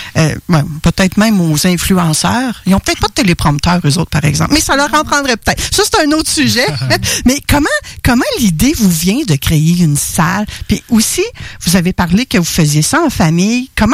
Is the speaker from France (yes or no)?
no; Quebec, Canada; en tant que Québécois